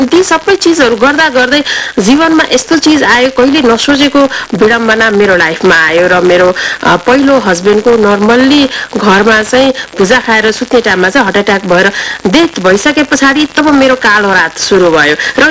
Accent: Kathmandu, Bagmati, Nepal; म प्योर नेवारको छोरी … तर मेरो घरको वातावरण नेवारपन कम थियो।

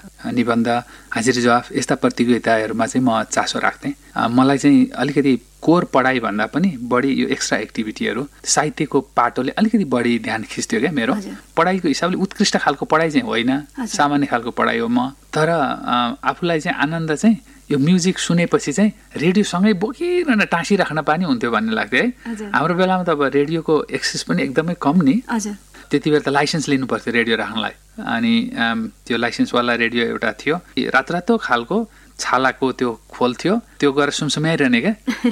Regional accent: Bhojpur, Koshi Province, Nepal; moved away; म गाउँमै जन्मिए हुर्किएको, एकदमै गाउँ पनि टिपिकल गाउँ क्या, दूरदराज भनिन्छ नि नेपाली भाषामा। त्यस हिसाबले चाहिँ त्यो सानोदुम्माको गाउँघरमा जन्मिएको मान्छे हो, अब सामान्य परिवारमा।

